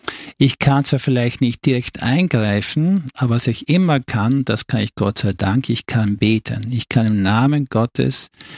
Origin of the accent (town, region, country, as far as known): Vorarlberg, Austria